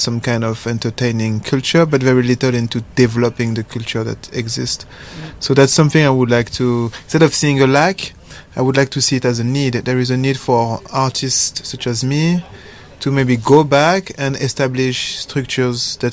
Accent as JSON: {"language": "English", "country": "France", "said": "But initially, I am a dancer from the Conservatoire of Lyon. So it's like a so I'm like a French bread."}